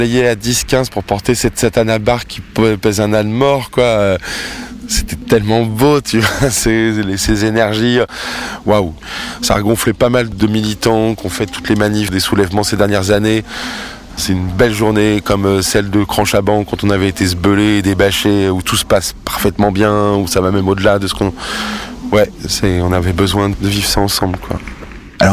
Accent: Beauvais, Hauts-de-France, France; born there; Je suis né à Beauvais

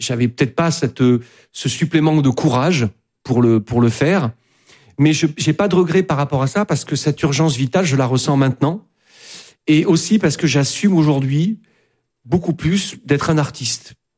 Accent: Landes, Nouvelle-Aquitaine, France; moved away; also born or lived in Paris; là où j'ai grandi, de cette région que j'aime infiniment

